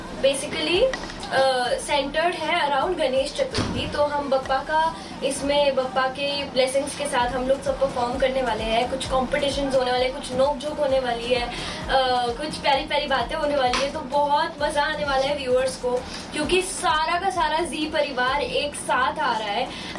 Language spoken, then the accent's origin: Hindi; Shimla, Himachal Pradesh, India; now in Mumbai, India; मैं शिमला से आती हूँ